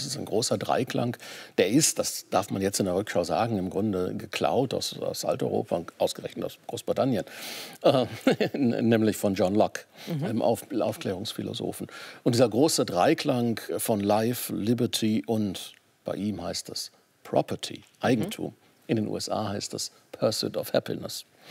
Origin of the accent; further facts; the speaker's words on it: North Rhine-Westphalia, Germany; Was an den Füßen hat, wie man bei uns in Westfalen sagt.